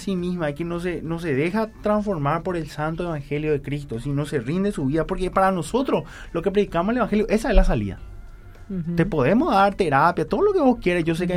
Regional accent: Paraguay; nosotros como paraguayos

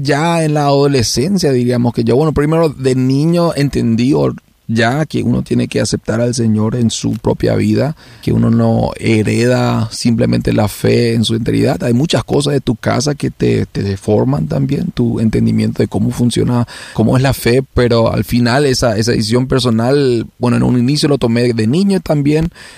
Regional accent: Asunción, Paraguay; Yo nací y me crié en Asunción por gran parte de mi vida. Yo soy asunciano de Paraguay.

